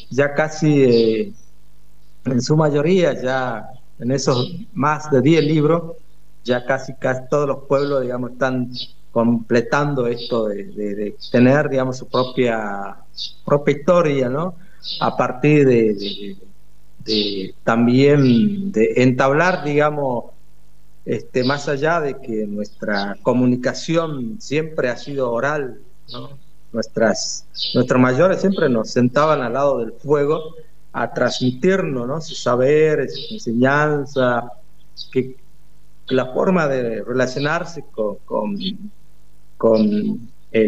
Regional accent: Tartagal, Salta, Argentina; Le hablaba en el idioma Simba guaraní nuestro, de esta zona, ya que, bueno, en Tartagal existen más de 7 pueblos originarios

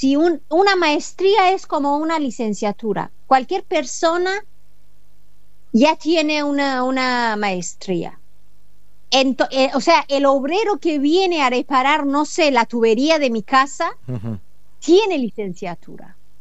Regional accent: Iran; now in Tehran, Iran; Ahorita estoy en el norte de Irán, pero yo vivo en Teherán.

